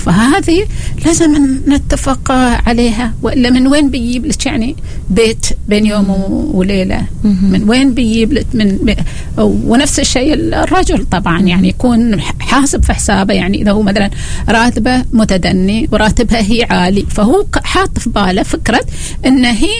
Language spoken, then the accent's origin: Arabic; Oman; عندنا في عمان